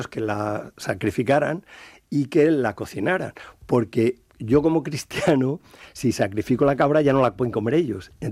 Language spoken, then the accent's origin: Spanish; Madrid, Community of Madrid, Spain; now in Salamanca, Spain; yo soy madrileño y ahora estoy adoptado en Salamanca por la cátedra, ¿no?